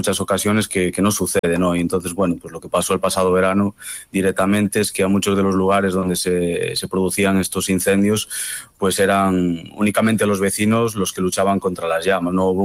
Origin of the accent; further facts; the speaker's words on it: Ourense, Galicia, Spain; desde que yo me inicio como fotoperiodista en mi tierra, en Ourense, en Galicia.